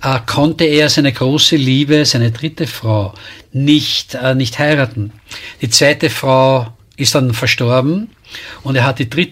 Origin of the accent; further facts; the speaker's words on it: Vienna, Austria; Pass auf, als Wiener kann man bereits Walzer tanzen, wenn man geboren wird.